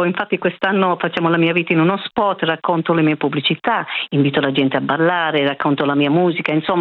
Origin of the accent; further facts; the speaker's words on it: Australia; Io sono australiana, d'origine italiana